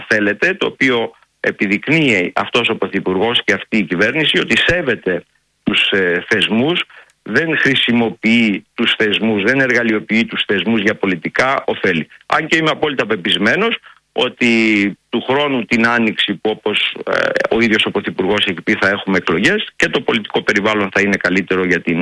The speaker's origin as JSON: {"language": "Greek", "region": "Thessaly", "country": "Greece", "tie": "born or raised there", "said": "στην πατρίδα μου, τη Θεσσαλία"}